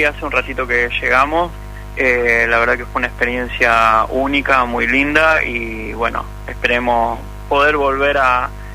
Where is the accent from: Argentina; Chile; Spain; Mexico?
Argentina; San Luis; Por lo pronto yo soy de San Luis, ahora recién llego acá, tengo que ver ahora para irme a San Luis